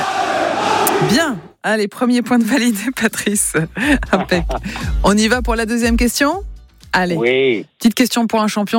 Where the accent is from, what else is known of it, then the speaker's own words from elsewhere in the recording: Paris, Île-de-France, France; born there; Je suis né à Paris en 1951. J'ai fait mon lycée à Neuilly-sur-Seine, au lycée Pasteur d'ailleurs